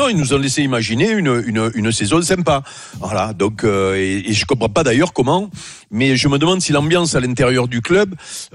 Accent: Robion, Provence-Alpes-Côte d'Azur, France; Je suis d'Avignon, moi. Ouais. Oh. Je suis Robion, les taillades.

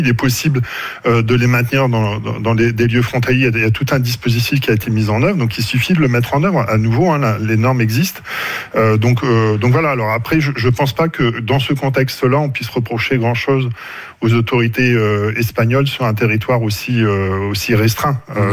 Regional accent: Hauts-de-France, France; now in Grenoble, France; je suis aussi originaire du Nord, hein, d'ailleurs. Ouais. Si je suis à Grenoble.

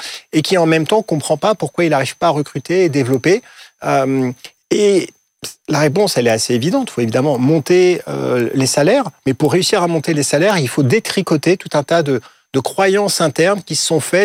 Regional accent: France

